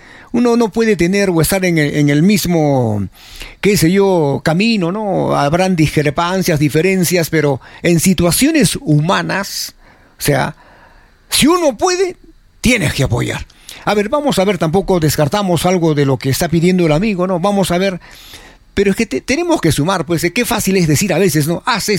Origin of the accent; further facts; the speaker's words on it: Arequipa, Peru; Así somos los peruanos, somos los arequipeños.